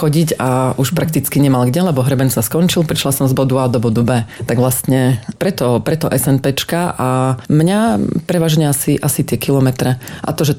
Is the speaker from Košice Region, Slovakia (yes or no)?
yes; Spišské Tomášovce, Košice Region, Slovakia; moved away as an adult; also born or lived in England; pochádzam zo Spiských Tomášoviec, čo je vlastne plus minus brána do Slovenského raja, vyrastala som v Slovenskom raji, dokonca na Tomášovskom výhľade som sa pripravovala aj na maturity